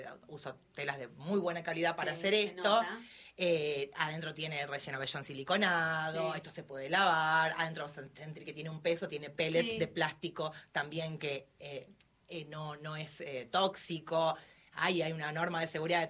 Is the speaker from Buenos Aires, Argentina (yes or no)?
yes; Buenos Aires, Argentina; Yo soy de Buenos Aires, como comentaba antes, y me crié en la Bond Street, que es una galería que los que conocen es la galería alternativa.